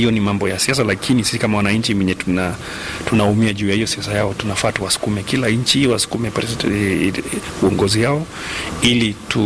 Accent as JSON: {"language": "Swahili", "country": "Kenya"}